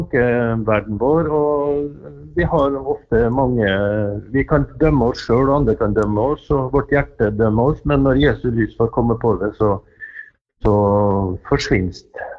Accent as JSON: {"language": "Norwegian", "town": "Eidsvåg", "region": "Møre og Romsdal", "country": "Norway", "said": "jeg kommer fra Eidsvågen inn i Romsdalen. Nå vi jo blitt en del av Molde kommune etter hvert. Før var vi Nesset kommune"}